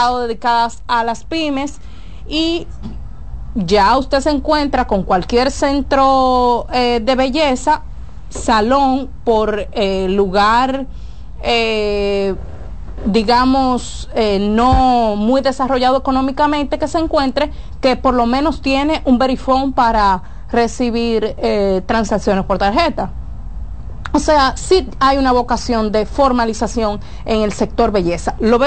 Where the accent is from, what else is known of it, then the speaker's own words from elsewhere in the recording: San Cristóbal, Dominican Republic; moved away; yo vengo de San Cristóbal